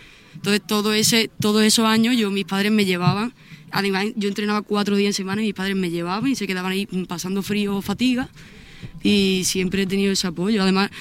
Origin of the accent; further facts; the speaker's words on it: Cádiz, Andalusia, Spain; yo soy de Cádiz capital